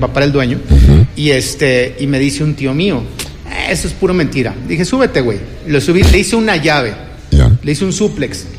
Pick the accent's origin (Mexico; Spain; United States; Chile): Mexico; Nuevo León; Somos como los catalanes, sí, de México.